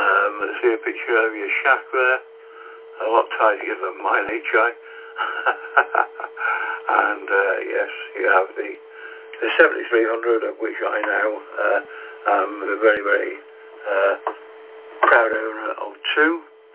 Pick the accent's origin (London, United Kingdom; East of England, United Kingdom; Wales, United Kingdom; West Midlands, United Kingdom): Wales, United Kingdom; I am a Welshman and a little bit proud of the fact that I am.